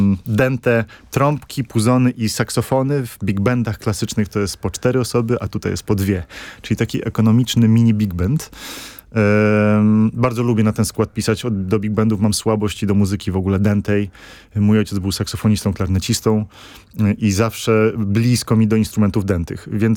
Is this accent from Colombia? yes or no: yes; Colombia; moved away; wychowałem się w Kolumbii, mam połączenie konkretne, namacalne z tamtym kontynentem, takie osobiste.